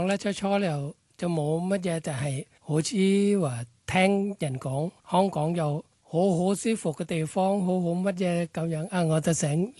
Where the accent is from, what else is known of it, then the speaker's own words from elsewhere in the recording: Thailand; Cantonese is a second language; now in Hong Kong; 是，我是泰国人啊，过来香港做嘢，而家就帮老板清洁个车啦、洗个车、扎个车啦咁样。